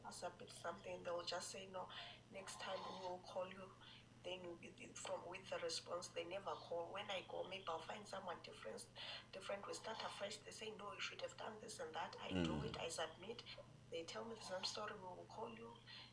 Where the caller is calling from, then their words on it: Botswana; From Botswana.